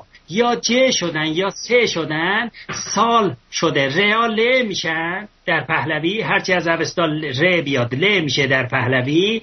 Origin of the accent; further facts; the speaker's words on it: Ardabil Province, Iran; born there; در اردبیل، من استان اردبیل زاده شدم